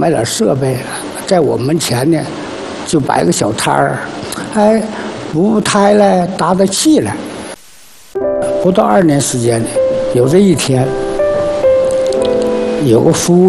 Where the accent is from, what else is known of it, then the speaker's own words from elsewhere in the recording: Jilin, China; moved away; 我说我吉林的。